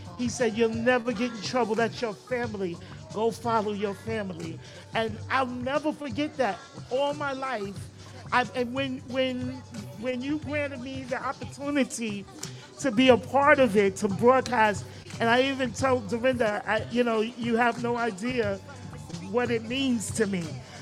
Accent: New York City, New York, United States; I grew up in the Bronx in Gun Hill, uptown.

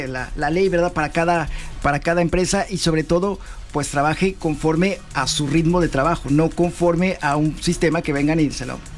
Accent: Mexico; como mexicanos, dejamos toda la decisión.

